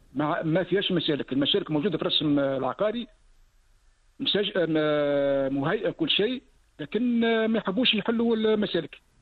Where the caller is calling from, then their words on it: North West Tunisia, Tunisia; من الولايات الشمال الغربي.